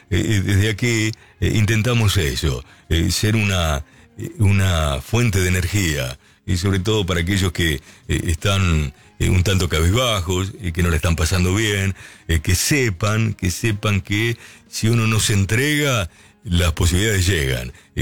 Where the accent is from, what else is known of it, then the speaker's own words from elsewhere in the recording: Argentina; Y también creo que como argentinos, en este 25 de mayo, tendríamos que aprender a valorar más el trabajo, sea cual sea.